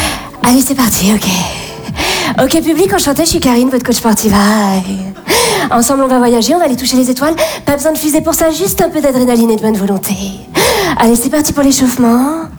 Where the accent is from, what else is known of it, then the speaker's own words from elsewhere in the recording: Bordeaux, Nouvelle-Aquitaine, France; je viens de Bordeaux, et ayant grandi dans le milieu bourgeois bordelais, j'ai fait beaucoup de rallyes